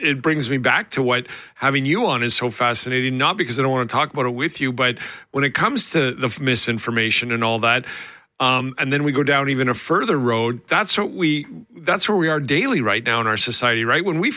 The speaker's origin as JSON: {"language": "English", "region": "Alberta", "country": "Canada", "said": "I'm from Alberta originally. I get how people have felt from that province for decades when it comes to Ottawa and things like that."}